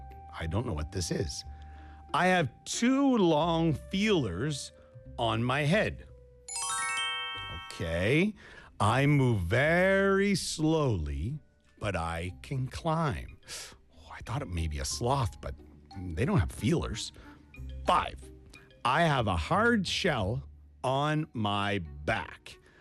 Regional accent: Saint John, New Brunswick, Canada; moved away as an adult; now in Busan, South Korea; my hometown is St. John, New Brunswick in Canada. This is on the east coast of Canada. My hometown is very similar to Busan. It is a port city.

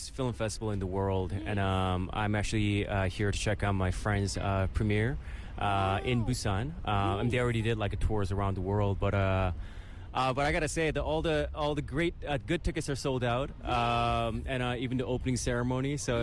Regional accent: Canada; born there; also born or lived in Korea; I was born in Korea, but I grew up in Canada as well.

